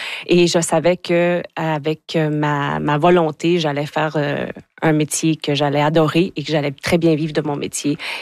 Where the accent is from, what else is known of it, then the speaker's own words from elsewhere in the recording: Saint-Bruno, Quebec, Canada; now in Abitibi, Canada; Je suis de Saint-Bruno au Lac-Saint-Jean, un petit village à l'époque qui avait 2500 habitants.